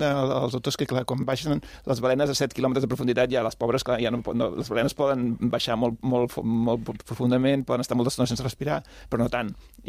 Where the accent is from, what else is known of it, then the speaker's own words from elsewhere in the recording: Blanes, Catalonia, Spain; és una cosa que passa al meu poble